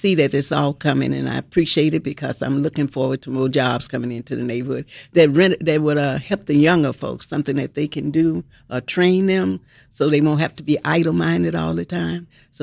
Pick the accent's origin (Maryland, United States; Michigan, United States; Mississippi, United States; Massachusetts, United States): Mississippi, United States; moved away as an adult; now in Chicago, United States; I came from Mississippi. But I moved over in 63 after I got married there.